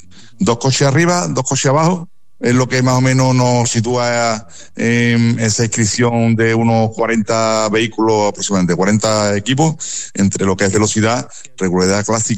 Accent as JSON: {"language": "Spanish", "area": "El Paso", "region": "Andalusia", "country": "Spain", "tie": "born or raised there", "said": "veía pasar los coches por mi pueblo, que en aquella época vivía yo en El Paso"}